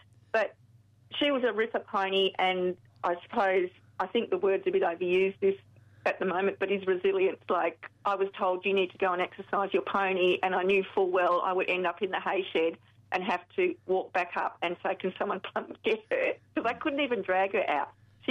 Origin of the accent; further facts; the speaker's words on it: Australia; And as an Australian